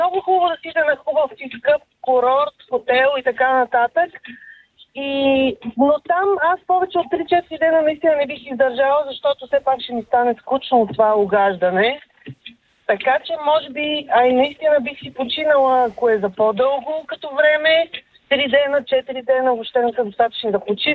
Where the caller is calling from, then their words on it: Sofia, Sofia City, Bulgaria; от София.